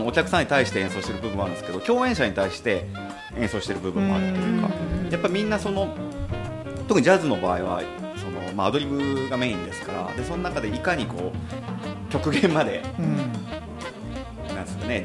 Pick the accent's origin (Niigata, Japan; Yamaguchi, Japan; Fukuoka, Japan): Yamaguchi, Japan; Mine; 僕やっぱその山口県の美祢市という、まあ、大変のどかな、ライブどころの出身なんですけども